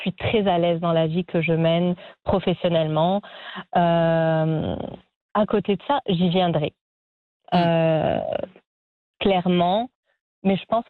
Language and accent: French; Annecy, Auvergne-Rhône-Alpes, France; moved away; plus, je venais de France, oui, mais d'Annecy, qui est à côté de la Suisse, donc avec une culture quand même très rigoureuse, très carrée. Et là, j'ai débarqué à Casablanca avant d'atterrir à Rabat